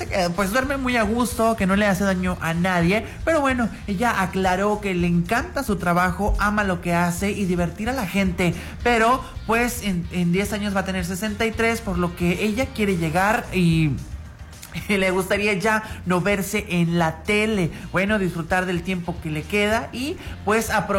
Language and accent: Spanish; Mexico; Que nos ponen a bailar y a disfrutar y a saber realmente que somos mexicanos.